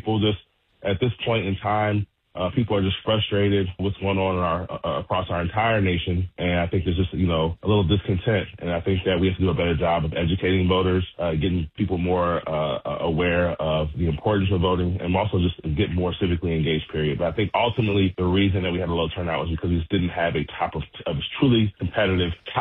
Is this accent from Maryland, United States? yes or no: yes; Baltimore, Maryland, United States; but the reality is I'm from West Baltimore, and I've never felt more safe walking through my district.